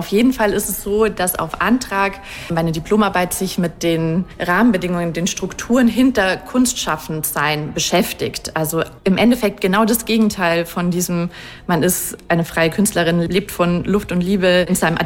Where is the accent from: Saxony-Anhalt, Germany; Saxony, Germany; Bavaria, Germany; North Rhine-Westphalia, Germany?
Bavaria, Germany; Ingolstadt; born there; moved away; ich bin in Ingolstadt geboren